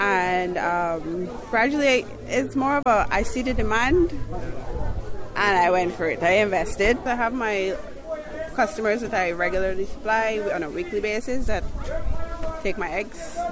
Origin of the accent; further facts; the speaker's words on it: Georgetown, Demerara-Mahaica, Guyana; I'm originally from Georgetown, South Roundabout, but my farm is located Kurukuru under the Nansuzaik Highway.